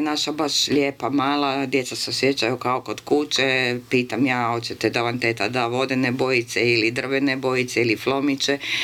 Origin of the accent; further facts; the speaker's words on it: Zagreb, City of Zagreb, Croatia; born there; Žao mi je jedino što je to Zagreb stradao u potresu, pa je to još vidljivo, ali volim, to je moj rodni grad